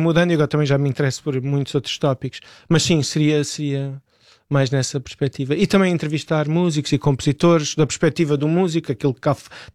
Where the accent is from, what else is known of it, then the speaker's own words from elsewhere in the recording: Lisbon, Portugal; born there; a minha família é do Ribatejo, a maior parte da minha família é de lá. Eu já nasci em Lisboa